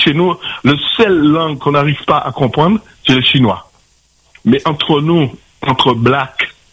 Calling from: Saint-Denis, Réunion; Déjà, je vis avec une réunionnaise. J'habite à Belle-Pierre. Je vis avec une réunionnaise.

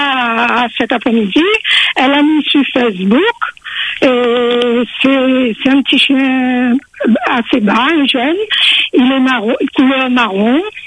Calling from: Sainte-Suzanne, Réunion; J'habite à Sainte-Suzanne

